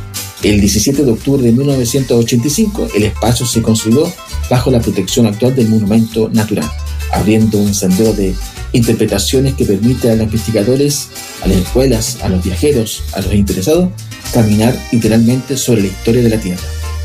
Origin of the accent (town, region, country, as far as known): Chile